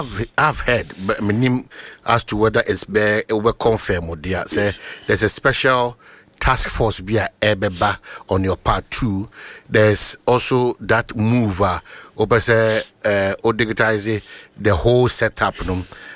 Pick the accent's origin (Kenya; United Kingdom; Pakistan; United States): Kenya; I'm a Kenyan, I'll give you some clarity in what you move for.